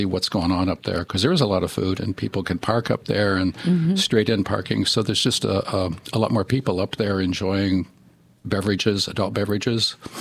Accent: Frankfort, Michigan, United States; also born or lived in Kansas; I went to Frankfort grade school, Frankfort High School

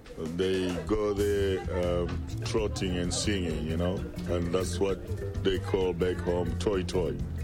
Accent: Zimbabwe; I'm a musician from Zimbabwe, and my music is called Chimurenga Music.

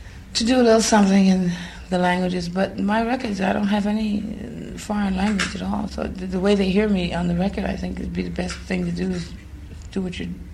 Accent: Newark, New Jersey, United States; also born or lived in New York; I'm from Newark, New Jersey.

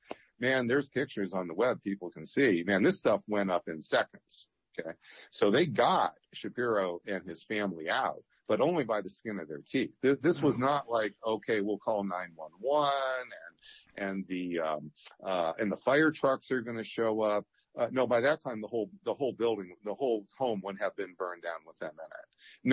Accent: Erie, Pennsylvania, United States; April 2025. Yeah, yep. … So I'm from Western PA. I'm from Erie, Pennsylvania.

